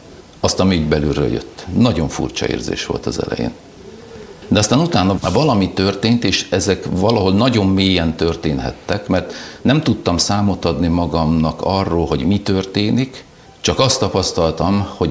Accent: Hungary; first language German; Hungarian is a second language; származású volt, tehát ilyen bajor ősöktől származó magyarországi németek. És ezért ugye nekem ez az anyanyelvem igazából.

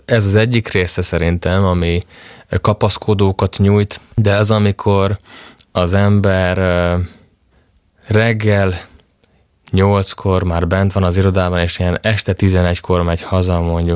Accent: Nagykanizsa, Zala, Hungary; Én Zalából származom, Zala megyéből, Nagykanizsán nőttem fel, és ha jól tudom, akkor Zala megyében elég magas a katolikus hívők aránya

